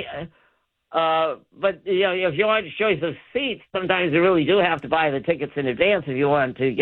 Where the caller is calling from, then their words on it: York, Maine, United States; I live 500 meters from Nubble Light.